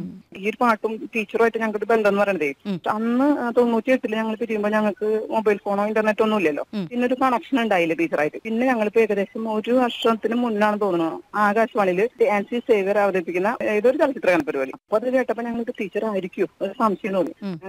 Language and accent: Malayalam; Anthikad, Kerala, India; കൊടുങ്ങല്ലൂരിനടുത്ത് എന്റെ നാട് അന്തിക്കാടാണ്.